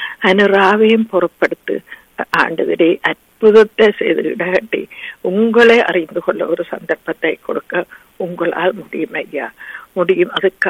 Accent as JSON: {"language": "Tamil", "country": "Sri Lanka", "tie": "born or raised there", "moved": "yes", "said": "நாங்க பிறந்து வளர்ந்த இலங்கை தீவுக்காக"}